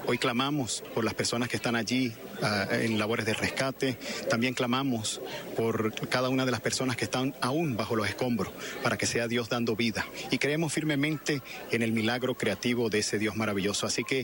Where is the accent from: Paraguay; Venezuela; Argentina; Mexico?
Venezuela; como ese pueblo venezolano